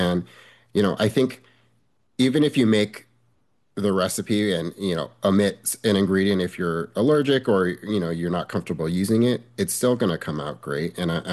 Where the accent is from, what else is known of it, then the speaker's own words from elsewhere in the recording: Monterey Park, California, United States; where I grew up in Monterey Park